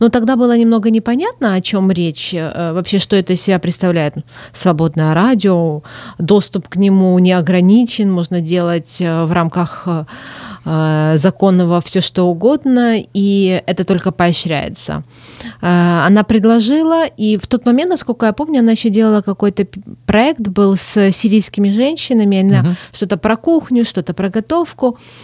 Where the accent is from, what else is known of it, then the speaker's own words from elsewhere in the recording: Ukraine; я просто этническая армянка, которая всю жизнь жила в Украине, и в силу чудовищных обстоятельств, которые произошли в нашей стране, мы вынуждены были и оказались там, где мы сейчас есть.